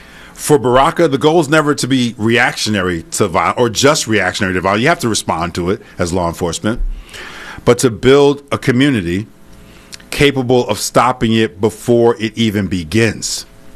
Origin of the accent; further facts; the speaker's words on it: Newark, New Jersey, United States; That's Newark, New Jersey. That's my hometown.